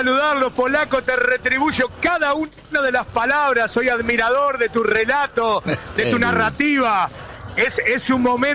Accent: Argentina; los argentinos nativos, los que nacimos en Santa Fe, Rosario, Salta, Neuquén, en Merlo, en Provincia de Buenos Aires, en Oberá, Misiones, en Comodoro Rivadavia, donde quieras.

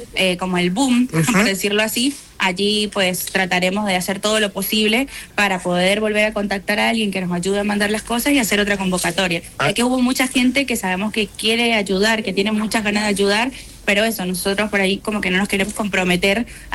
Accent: Venezuela; now in Mendoza, Argentina; todos somos venezolanos

